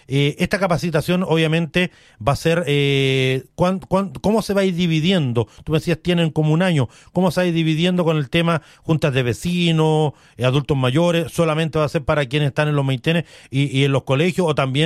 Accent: Araucanía, Chile; para toda la zona de la Araucanía, de donde soy oriundo

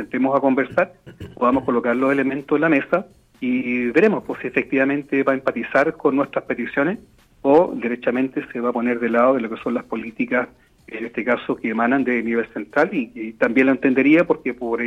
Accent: Constitución, Maule, Chile; yo lo estoy viendo incluso en mi pueblo, que es bastante chico comparado con ustedes, Constitución

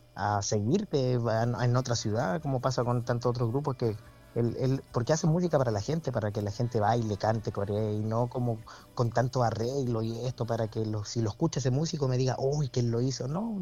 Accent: Arica, Arica y Parinacota, Chile; nosotros que somos de Arica

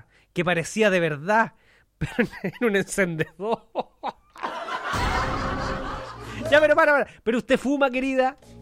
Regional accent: Santiago, Santiago Metropolitan Region, Chile; Hola, yo soy de Santiago.

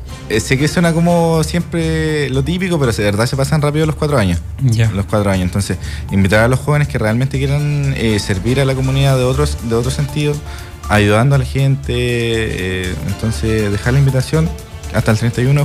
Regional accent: Rancagua, O'Higgins, Chile; Yo soy de Rancagua. Los dos somos de Rancagua.

